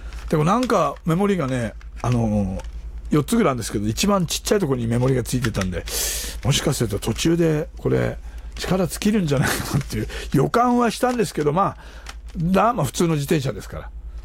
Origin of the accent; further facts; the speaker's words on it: Fujisawa, Kanagawa, Japan; moved away; 生まれは神奈川県藤沢市辻堂西海岸2丁目9の8の101のね、湘南海岸、まあ辻堂海岸のすぐそこですから